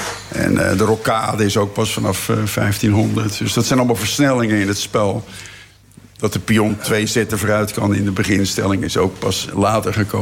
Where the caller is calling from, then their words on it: Rotterdam, South Holland, Netherlands; Ik kom uit Rotterdam.